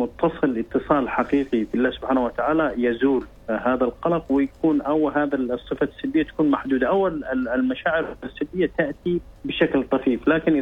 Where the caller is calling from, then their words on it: Seeb, Muscat Governorate, Oman; اكلمك من ولاية السيب المعبيلة.